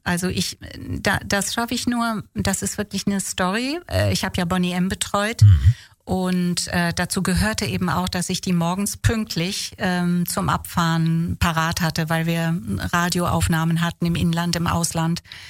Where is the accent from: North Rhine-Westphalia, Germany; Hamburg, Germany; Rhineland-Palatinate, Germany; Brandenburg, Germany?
Rhineland-Palatinate, Germany; Leubsdorf; born there; Leubsdorf am Rhein. 1 Kilometer von Linz am Rhein.